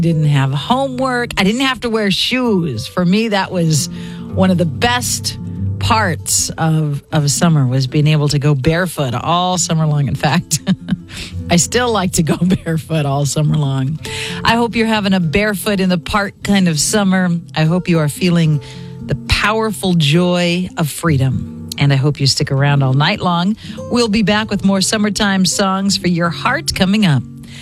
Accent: Oregon, United States; I can remember as a kid growing up on the Oregon coast

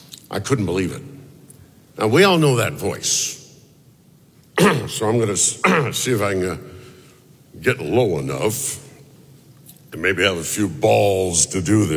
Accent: San Diego, California, United States; In 1970, Charlie was program director of Boss Radio 136 KGB in my hometown, San Diego.

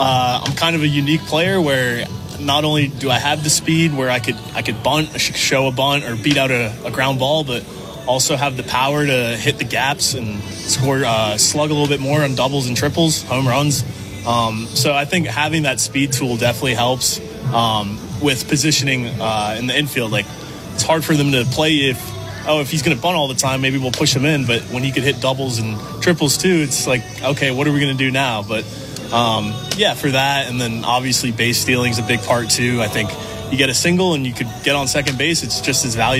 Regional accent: Scranton, Pennsylvania, United States; So, yeah, I'm from Scranton, PA, which is kind of 2 hours from Philly, 2 hours from New York City.

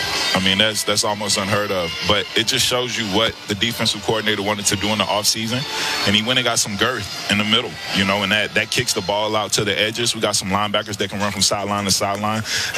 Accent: Texas, United States; No doubt. I mean, as you know, we play big-time ball in Texas.

